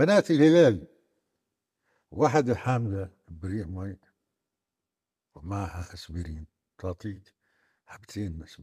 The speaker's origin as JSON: {"language": "Arabic", "town": "Gaza", "region": "Gaza Strip", "country": "Palestine", "moved": "yes", "said": "أنا طويل من غزة"}